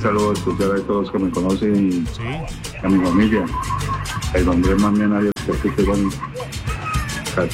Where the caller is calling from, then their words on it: Palmira, Valle del Cauca, Colombia; reportando sintonía desde Palmira City